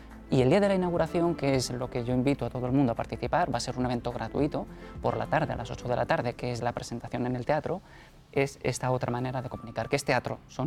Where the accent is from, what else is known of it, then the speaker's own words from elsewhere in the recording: Madrid, Community of Madrid, Spain; yo soy de aquí, yo soy de Madrid